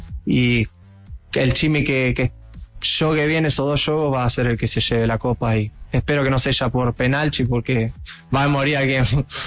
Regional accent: Argentina; now in Brazil; soy argentino

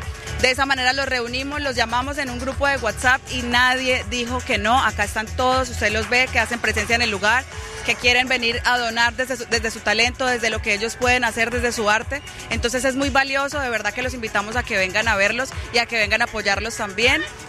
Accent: Norte de Santander, Colombia; También soy artista norte santandereana

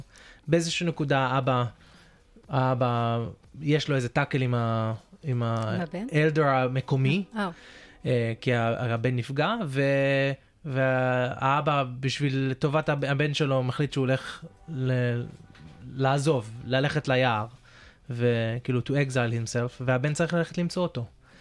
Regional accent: Australia; also born or lived in California; ההורים שלי מהארץ, אני נולדתי בקליפורניה, ואני כאילו, אני חייתי פה כל החיים שלי, אז אני מדבר שפה אחרת, ויש לי קשר לתרבות אחרת, אבל אני לא מהמקום הזה

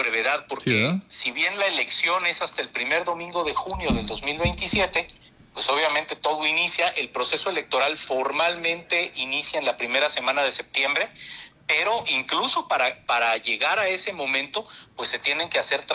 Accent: Mexico; al igual que todos los mexicanos, estoy muy ilusionado de que podamos tener un mundial histórico.

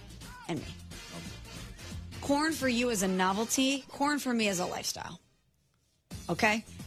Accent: Midwest, United States; I'm from the Midwest. No one loves corn more than I do.

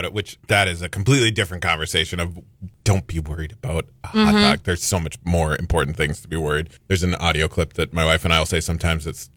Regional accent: Midwest, United States; I'm from the Midwest

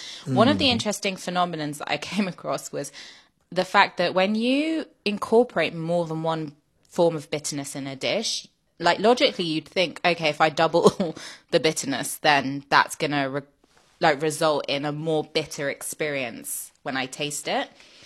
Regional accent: Paris, Île-de-France, France; which is also in the book because I grew up in Paris

